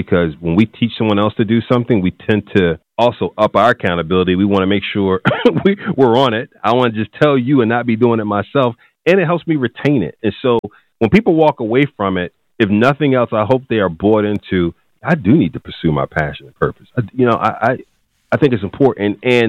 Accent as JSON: {"language": "English", "town": "Philadelphia", "region": "Pennsylvania", "country": "United States", "tie": "born or raised there", "said": "Well, you know, North Philly was tough back then."}